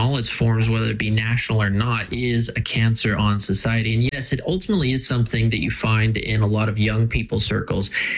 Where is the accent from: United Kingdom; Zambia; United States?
United States; I'm a constitutionalist. I'm an American.